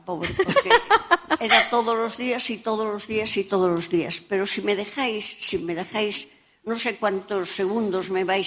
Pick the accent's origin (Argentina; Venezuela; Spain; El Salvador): Spain; Lourido, Galicia; Yo había andado en piragua toda la vida por la ría. De pequeña nos bañábamos en Lourido, era una maravilla todo. Nuestra ría era lo mejor del mundo.